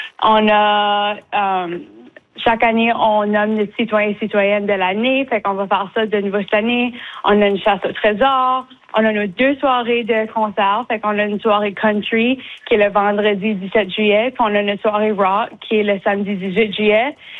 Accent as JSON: {"language": "French", "town": "Bathurst", "region": "New Brunswick", "country": "Canada", "tie": "born or raised there", "said": "je suis née à Bathurst, j'ai grandi ici, fait toute ma vie"}